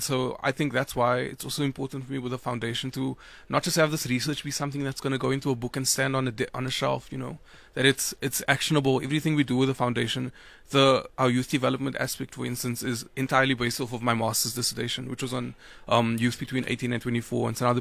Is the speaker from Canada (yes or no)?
no; Cape Town, Western Cape, South Africa; I come from Elsis River, which is on the Cape Flats